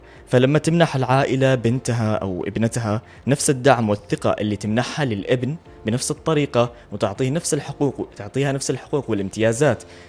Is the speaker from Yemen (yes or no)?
yes; Yemen; احنا مجتمع يمني